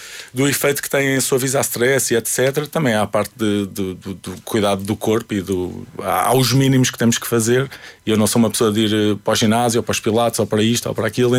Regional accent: Portugal; born there; eu nasci em Portugal, nasci numa fase de maior acalmia financeira e tudo isso

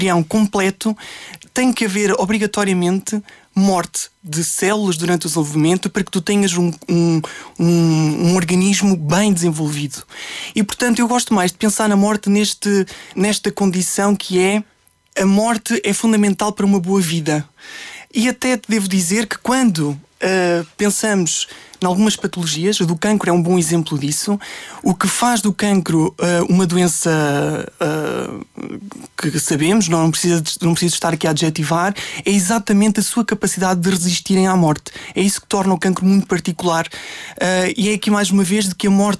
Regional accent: Carrazedo de Montenegro, Vila Real, Portugal; Portanto, eu sou de Carrasel Montenegro, que é, aliás, é uma vila que pertence à freguesia de Carrasel Montenegro, concelho de Valpaços.

